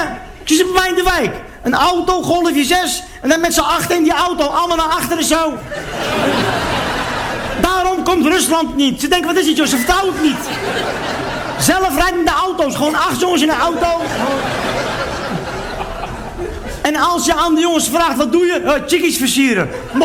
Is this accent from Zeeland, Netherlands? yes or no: no; Utrecht, Netherlands; Ik kom uit Utrecht Overvecht.